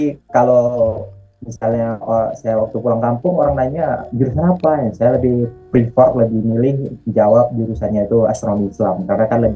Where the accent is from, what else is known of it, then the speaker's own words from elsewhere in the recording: Bukittinggi, West Sumatra, Indonesia; born there; also born or lived in Sibolga; Sebenarnya saya lahir di Bukit Tinggi, tapi sekolah menengah di Man Tapanuli Tengah dan juga kuliah di Aceh.